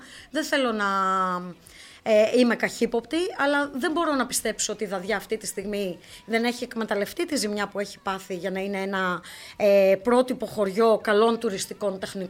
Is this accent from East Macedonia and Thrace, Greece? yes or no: yes; Alexandroupoli, East Macedonia and Thrace, Greece; Έχω γεννηθεί και έχω μεγαλώσει στην Αλεξανδρούπολη. Δεν υπάρχουν χωριά από τους γονείς, γιατί είναι και οι δύο από την πόλη.